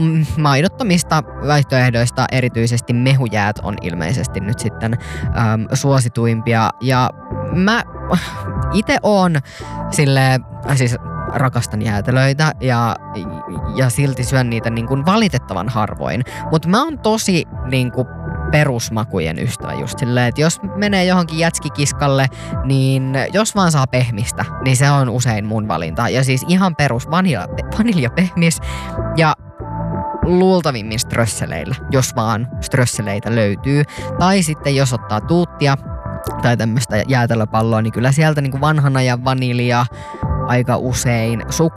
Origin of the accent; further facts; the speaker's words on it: Pori, Satakunta, Finland; moved away; kotikaupungistani Porista